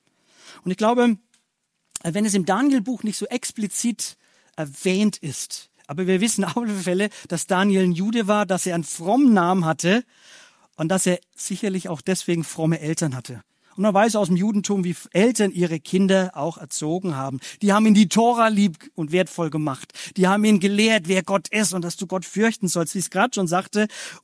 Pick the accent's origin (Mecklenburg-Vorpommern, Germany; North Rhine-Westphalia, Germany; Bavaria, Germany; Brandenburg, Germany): Bavaria, Germany